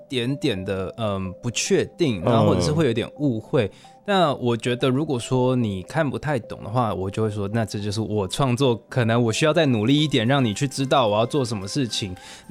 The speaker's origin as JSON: {"language": "Chinese", "country": "Taiwan", "said": "我是台湾的，我是以前是实践大学服装设计系毕业的"}